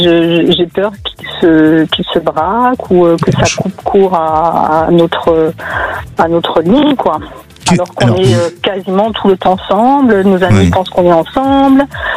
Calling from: Montpellier, Occitanie, France; Montpellier, tout proche.

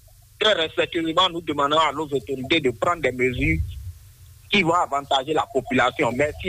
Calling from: Benin; nous, en tant que Béninois

